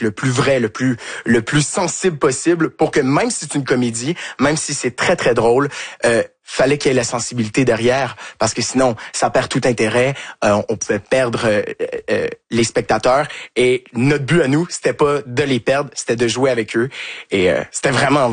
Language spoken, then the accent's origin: French; Quebec, Canada; Et du fait qu'on est Québécois aussi, ça aide. On est dans le sud de la France. C'est un accent qu'ils sont pas habitués d'entendre.